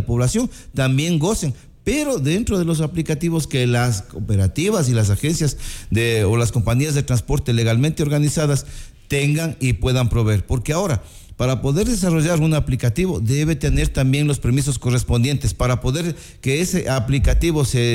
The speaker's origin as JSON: {"language": "Spanish", "country": "Ecuador", "said": "nosotros como buenos ecuatorianos"}